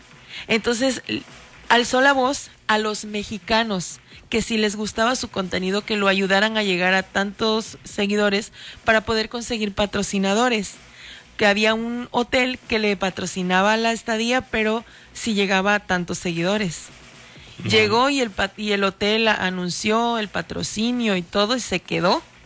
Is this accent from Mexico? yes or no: yes; Mexico; Así es, así somos los mexicanos, ¿no?